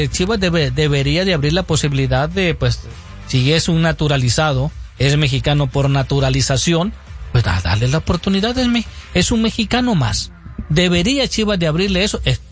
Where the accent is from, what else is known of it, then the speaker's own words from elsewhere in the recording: El Salvador; now in United States; Yo soy 100% salvadoreño.